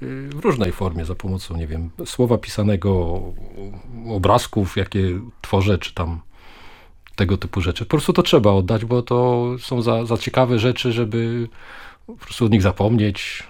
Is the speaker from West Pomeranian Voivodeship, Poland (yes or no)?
no; Łódź, Łódź Voivodeship, Poland; Właśnie to jest takie ciekawe, bo wychowałem się na Abramowskiego. Później, jak to mówią w Łodzi, mieszkałem na Orla.